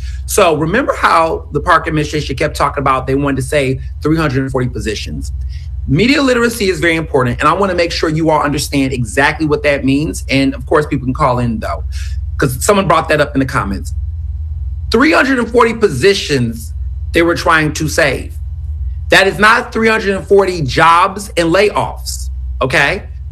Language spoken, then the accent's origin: English; Jenkintown, Pennsylvania, United States; I'm from Jenkintown.